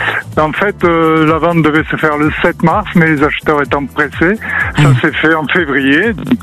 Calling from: Occitanie, France; Je vous appelle d'Occitanie.

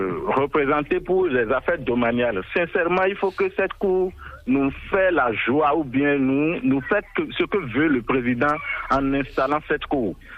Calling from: Abomey-Calavi, Atlantique, Benin; Je vous appelle de Calavi, premier arrondissement, quartier Agamandin.

